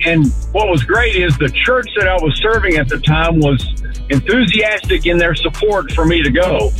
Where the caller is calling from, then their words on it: Kansas, United States; I'm calling from rural Kansas, out in the country.